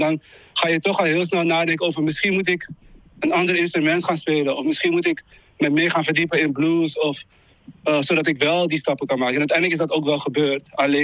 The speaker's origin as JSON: {"language": "Dutch", "country": "Netherlands", "tie": "born or raised there", "said": "ik ben geboren getogen in Nederland, zeg maar. Mijn vader is Surinaams, ja. Mijn moeder is Nederlands."}